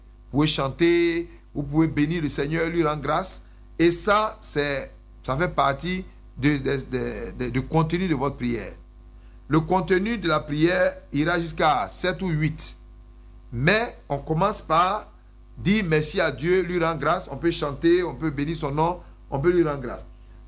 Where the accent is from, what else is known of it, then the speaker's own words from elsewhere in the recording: Côte d’Ivoire; moved away; comme on vient de la Côte d'Ivoire